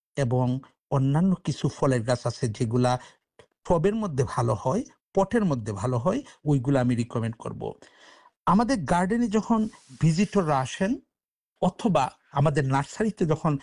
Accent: Bangladesh; now in Sydney, Australia; আমি বাংলাদেশে আমার জন্ম এবং বেড়ে ওঠা

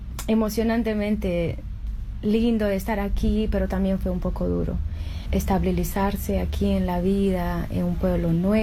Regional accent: Peru; moved away as an adult; also born or lived in Sydney, Australia; now in Townsville, Australia; Llegué a Sydney por uno o dos añitos, estuve allá, pero el frío no aguantaba. Porque yo vengo del Amazonas, es una calor tremenda, la humedad es así

